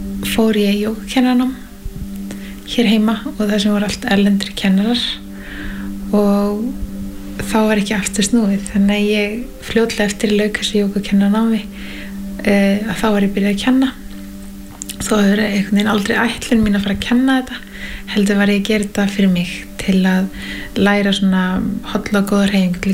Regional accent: Skagafjörður, Northwestern Region, Iceland; Og ólst upp í Skagafirði

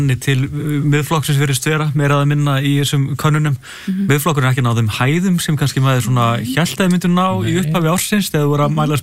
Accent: Hafnarfjörður, Capital Region, Iceland; sem var bæjarstjóri fyrir 40 árum síðan þegar ég var ungur aðalast upp í Hafnarfirði

